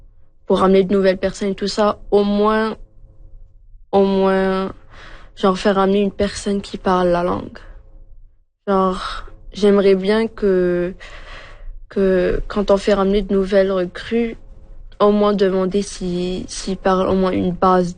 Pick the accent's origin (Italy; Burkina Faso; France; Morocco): Morocco; first language Moroccan Arabic; French is a second language; On vient du Maroc.